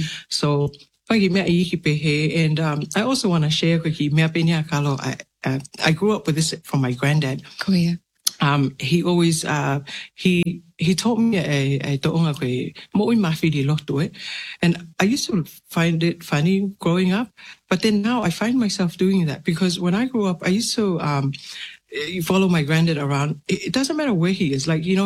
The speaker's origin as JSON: {"language": "English", "country": "Tonga", "tie": "born or raised there", "said": "as a young Tongan girl growing up in Tonga and now a mum"}